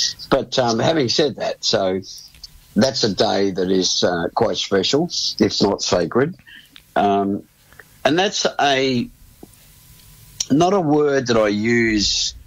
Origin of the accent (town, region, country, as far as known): Australia